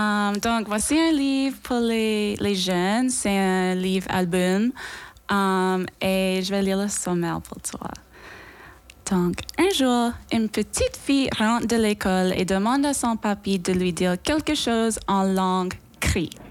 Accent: Florenceville, New Brunswick, Canada; first language English; French is a second language; moved away as an adult; now in Fredericton, Canada; Moi, je suis anglophone et je viens de Florenceville, au Nouveau-Brunswick, mais j'ai fait l'immersion française et pendant mon bac, je fais des études canadiennes et j'ai continué à pratiquer le français.

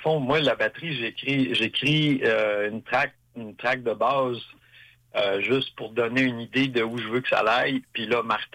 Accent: Quebec, Canada; accent: québécois; je veux un clin d'œil qu'on est du Québec.

